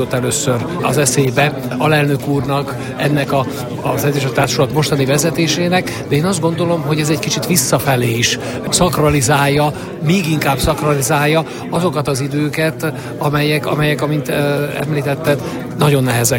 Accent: Székesfehérvár, Fejér, Hungary; én vidéki vagyok, a plébánosunktól a Székesfehérváron, a püspökségen

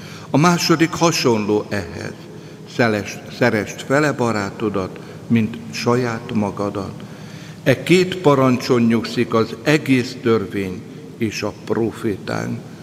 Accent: Hungary; magyar vagyok és keresztény.

